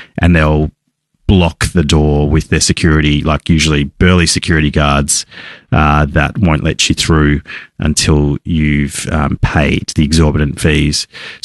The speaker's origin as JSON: {"language": "English", "country": "Australia", "said": "I think that's one of the naiveties of traveling as an Australian overseas"}